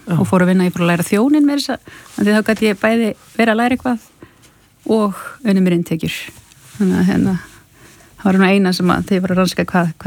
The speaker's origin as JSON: {"language": "Icelandic", "town": "Reykjavík", "region": "Capital Region", "country": "Iceland", "tie": "born or raised there", "also_born_or_lived": "Vestmannaeyjar", "said": "Hérna og þaðan. Vestmann er Reykjavík. Já, margir staðir í stuttan tíma."}